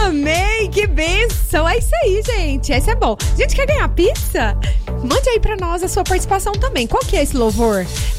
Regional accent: Aparecida de Goiânia, Goiás, Brazil; Sou aqui do Papilão Park, Aparecida de Goiânia. Um abraço para os nossos ouvintes do Papilão.

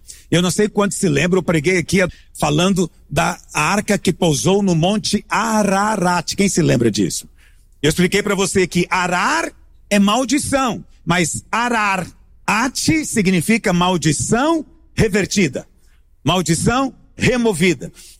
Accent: Goiás, Brazil; nós somos goianos, a gente nunca usa essa palavra.

